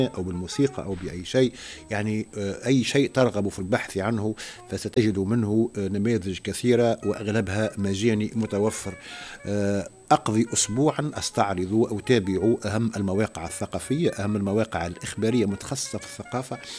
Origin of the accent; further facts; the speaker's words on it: Tunisia; عندنا في تونس